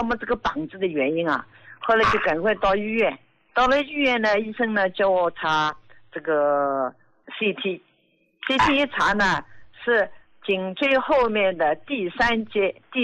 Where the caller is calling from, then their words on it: Jiangsu, China; 我今年73岁，我是江苏的